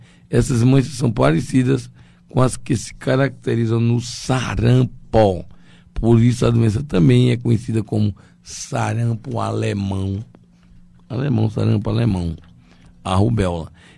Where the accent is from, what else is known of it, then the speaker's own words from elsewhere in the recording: Campina Grande, Paraíba, Brazil; daqui de Campina Grande, a minha cidade natal.